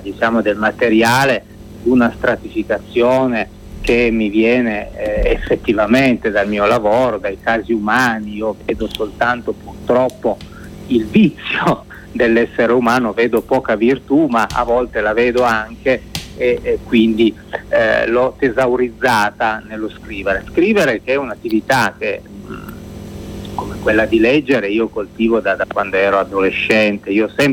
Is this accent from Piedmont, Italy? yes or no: yes; Lombardore, Piedmont, Italy; io sono piemontese, nato in Piemonte, ma mio papà è veneto e quindi siamo vicini come origini e di Vicenza.